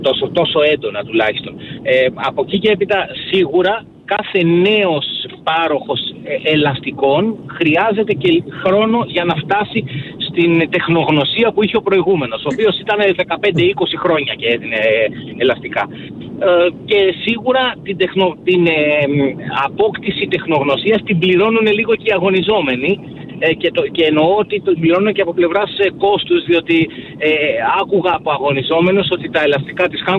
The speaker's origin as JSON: {"language": "Greek", "country": "Greece", "said": "Εμείς ως Έλληνες"}